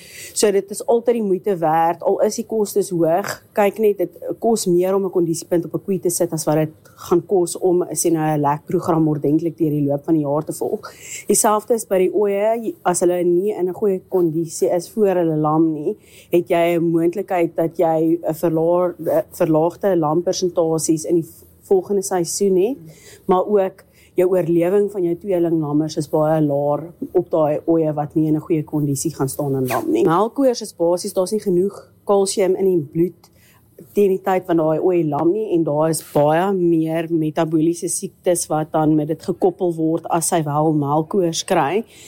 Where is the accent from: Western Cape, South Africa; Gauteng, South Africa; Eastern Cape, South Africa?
Gauteng, South Africa; Pretoria; born or raised there